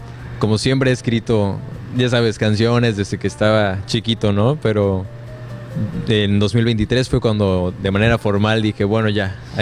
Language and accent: Spanish; Yucatán, Mexico; como buen yucateco, pues aquí empecé con la música ya de manera formal